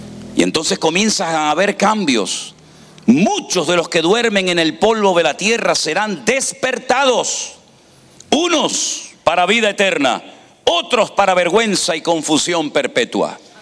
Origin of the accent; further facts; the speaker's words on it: Spain; somos de España.